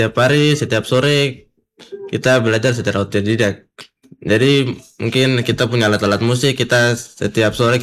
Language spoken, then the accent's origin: Indonesian; Papua, Indonesia; kita di Papua ini sudah identik dengan musik, dengan tarian. Jadi kita sebagai anak Papua